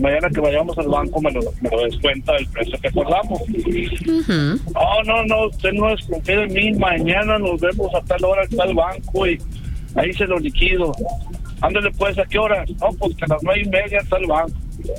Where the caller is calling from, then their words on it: Gómez Palacio, Durango, Mexico; Yo soy de Gómez Palacio